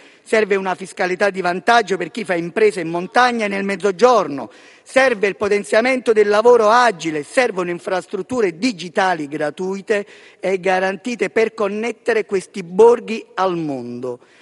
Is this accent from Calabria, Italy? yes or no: no; Portici, Campania, Italy; Io che provengo da Portici